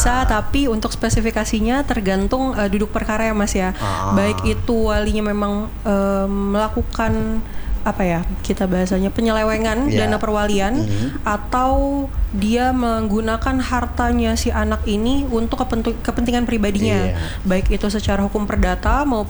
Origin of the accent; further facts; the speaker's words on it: Jakarta, Indonesia; Sebelumnya asalnya. Asalnya saya dari Jakarta.